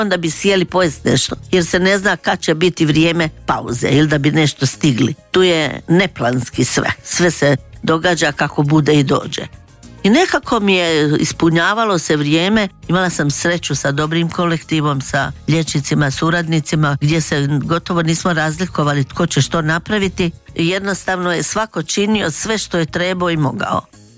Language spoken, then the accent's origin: Croatian; Dalmatia, Croatia; born there; ja sam rođena u Dalmaciji gdje je sramota, djevojke nisu smjele rađati